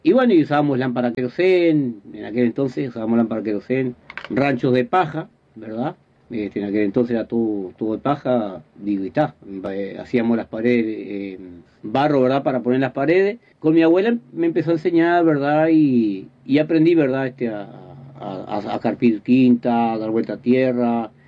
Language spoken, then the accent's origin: Spanish; Vergara, Treinta y Tres, Uruguay; born there; yo nací en Vergara, departamento 33 acá, ¿verdad? Nací en casa, vamos a decir, no nací en el hospital, nací en casa